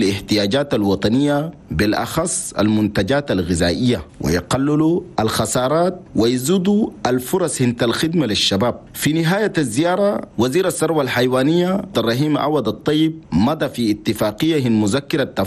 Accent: Chad

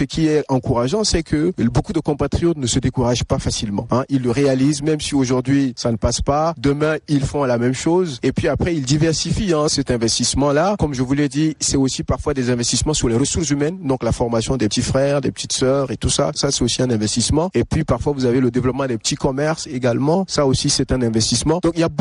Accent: Chad; Parce que nous, les Tchadiens, on n'oublie pas d'où on vient.

